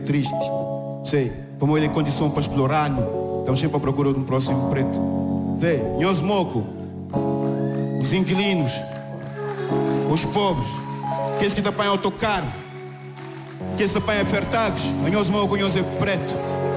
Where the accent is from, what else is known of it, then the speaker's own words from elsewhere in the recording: Lisbon, Portugal; Eu cresci em Lisboa, nasci antes de 81, era português